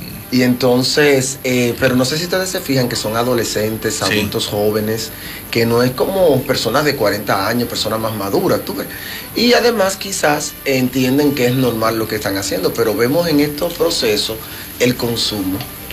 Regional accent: Dominican Republic; todos los dominicanos

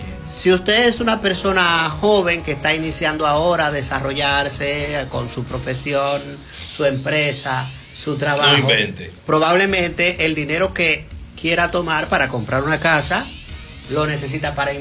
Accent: Dominican Republic; que tenemos todos como dominicanos

